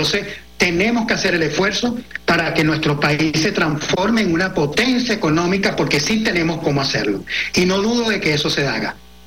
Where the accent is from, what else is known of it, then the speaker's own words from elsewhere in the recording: La Guaira, Venezuela; soy de La Guaira